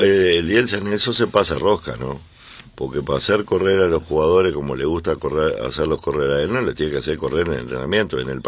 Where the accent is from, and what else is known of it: Uruguay